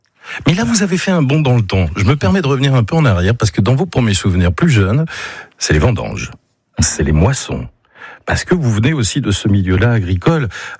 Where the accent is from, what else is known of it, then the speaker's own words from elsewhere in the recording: Auvergne, France; je suis auvergnat